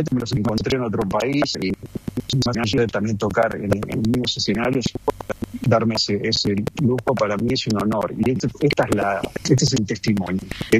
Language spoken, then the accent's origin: Spanish; Argentina; accent: Argentine; de nuestro acento argentino, porque yo lo llevo con mucha honra